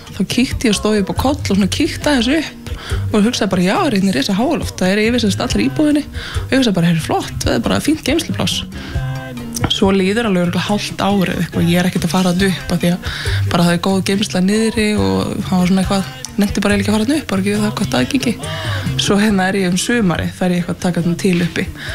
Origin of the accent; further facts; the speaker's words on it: Reykjavík, Capital Region, Iceland; ég sem stólst upp í Þingholtunum og horfði á Hallgrímskirkju út eldhúsgluggan